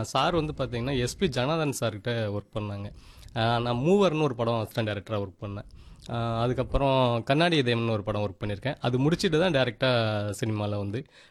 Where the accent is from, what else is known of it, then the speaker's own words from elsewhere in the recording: Tiruchirappalli district, Tamil Nadu, India; moved away as an adult; திருச்சி மாவட்டம் துறையூர் வட்டம், ஒரு ஆதனூர்ன்ற ஒரு சின்ன கிராமத்துலேருந்து காலேஜ் படித்தேன்.